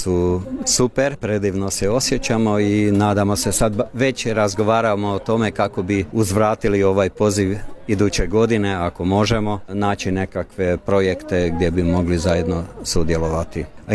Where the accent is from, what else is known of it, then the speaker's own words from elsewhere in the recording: Vojvodina, Serbia; now in Virovitica, Croatia; ali ja sam doseljenik iz Vojvodine i bilo je potrebe da se i u Virovitici osnuje neka udruga